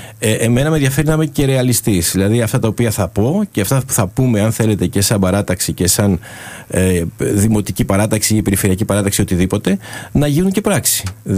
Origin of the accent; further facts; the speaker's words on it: Greece